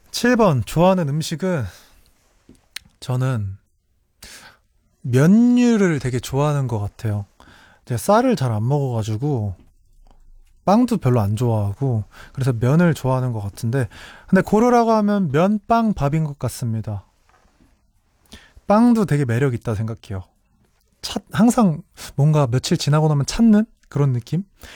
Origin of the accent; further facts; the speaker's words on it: Cheonan, South Chungcheong, South Korea; 나의 고향은 충청남도 천안이고요. 병천에서 태어났습니다. 되게 따뜻한 환경에서 자랐고요. 그래, 부모님보다는 할머니, 할아버지 손에서 좀 오래 자랐습니다.